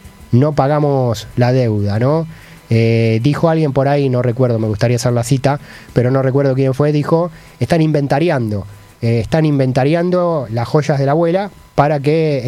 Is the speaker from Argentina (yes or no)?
yes; Argentina